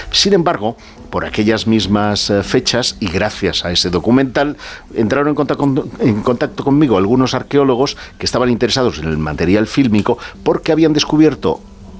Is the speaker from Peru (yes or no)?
no; Terrassa, Catalonia, Spain; born or raised there